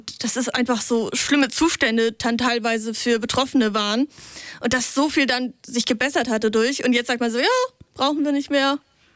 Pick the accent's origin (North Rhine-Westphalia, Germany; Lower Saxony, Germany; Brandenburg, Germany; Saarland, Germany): Lower Saxony, Germany; Ich komme eher aus der Richtung von Stade, Buxtehude, mehr so die Ecke.